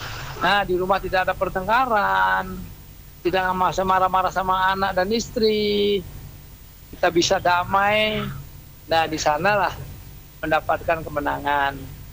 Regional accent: Bali, Indonesia; born there; moved away; di kampung saya di Bali.

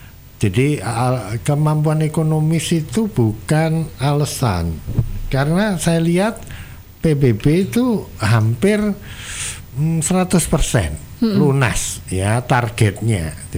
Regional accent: Nganjuk, East Java, Indonesia; Saya juga orang Nganjuk, Pak.

